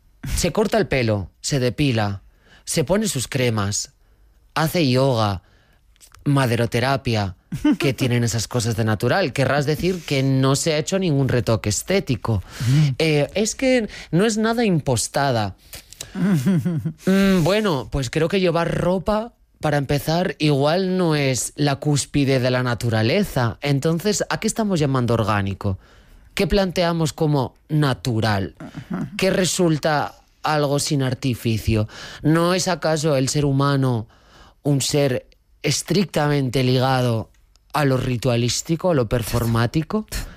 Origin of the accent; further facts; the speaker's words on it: León, Castile and León, Spain; born there; also born or lived in Mallorca; Nací en León capital.